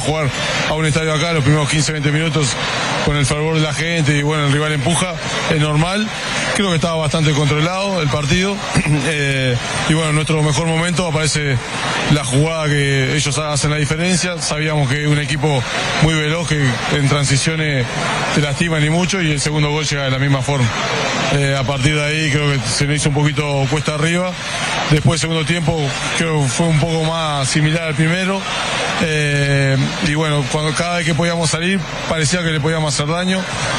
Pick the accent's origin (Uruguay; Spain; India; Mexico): Uruguay; nosotros también, pues somos uruguayos